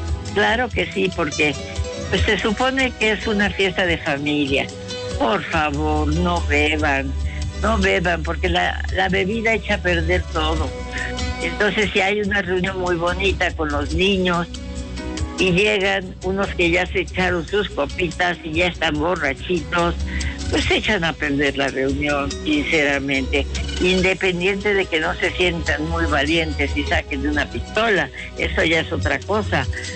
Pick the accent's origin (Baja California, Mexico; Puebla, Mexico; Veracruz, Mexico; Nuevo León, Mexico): Puebla, Mexico; Y yo en especial soy poblana. Me siento tan orgullosa de Puebla, esta ciudad que antes era chiquitita, de 200,000 habitantes, y ahora la veo con esos edificios tan grandes, las carreteras